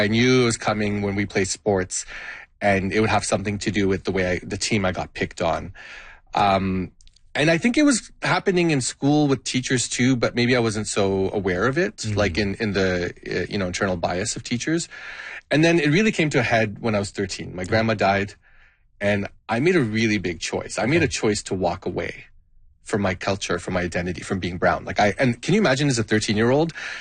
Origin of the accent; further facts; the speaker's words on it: Scarborough, Ontario, Canada; Yeah, we moved from Scarborough in 93. So I was an 8-year-old boy, and Scarborough is just, when I was growing up in Scarborough, everyone looked like me.